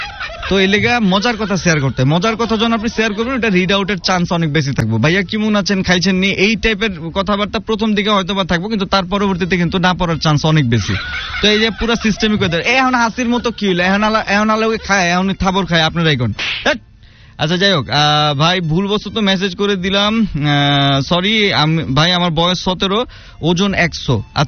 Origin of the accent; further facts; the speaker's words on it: Dhaka, Dhaka Division, Bangladesh; accent: Old Dhaka dialect; আমি ভাই এই পুরান ঢাকার বাসায় এই যে কথা কইতেছি